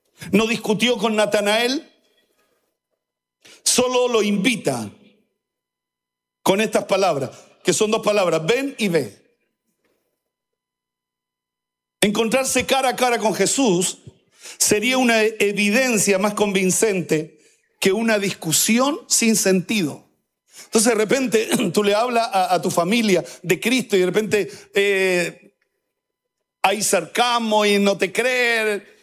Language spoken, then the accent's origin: Spanish; Lota, Biobío, Chile; born there; No, yo es de la octava región. Yo era de Schwager, porque nadie conoce Schwager. No nací en Concepción, no nací en Talcahuano, nací en Schwager. Pero nadie conoce Schwager. Entonces podrá salir algo bueno de Lota Schwager.